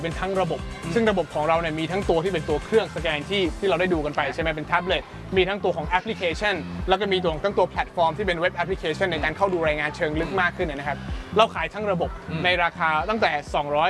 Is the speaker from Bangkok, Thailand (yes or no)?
no; Ko Samui, Surat Thani, Thailand; ผมเองตอนนั้นก็แค่22 23เวลาที่ผมเริ่มตอนนั้นนะแล้วผมเป็นคนชาวสมุยผมต้องเล่าให้พี่ฟังนะผมเป็นชาวสมุยทีนี้สมุยเนี่ยมันเป็นเมืองท่องเที่ยวมันไม่ใช่เมืองของ IT